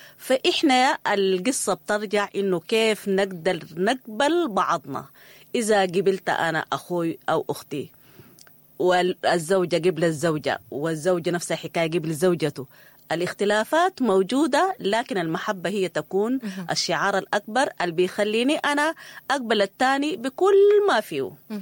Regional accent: Sudan; يعني حتى لو إحنا نزحنا أو بعدنا من السودان، مشينا شفنا ثقافات جديدة

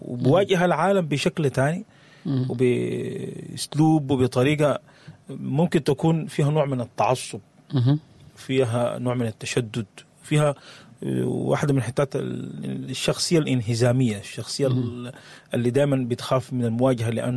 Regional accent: Sudan; كسودانيين

